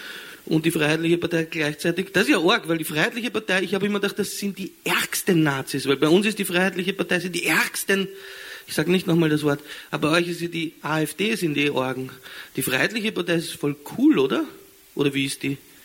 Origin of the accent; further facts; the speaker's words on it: Austria; Ja, und da muss ich mich als Österreicher, muss ich mich auch schuldig bekennen